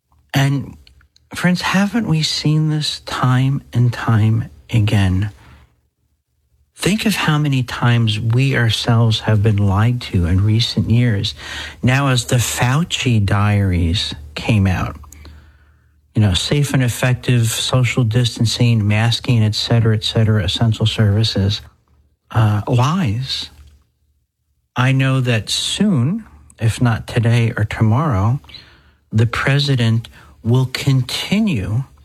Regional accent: New Jersey, United States; The second parish I grew up in New Jersey

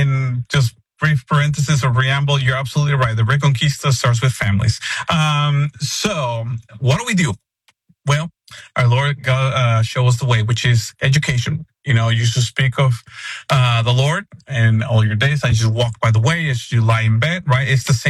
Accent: Spain; first language Spanish; English is a second language

